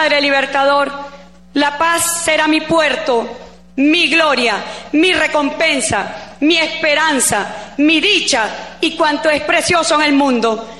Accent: Venezuela

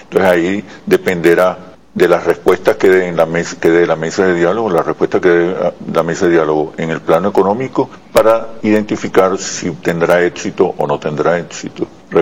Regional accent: Venezuela; es lo que nos define hoy como venezolanos, la preocupación por la economía.

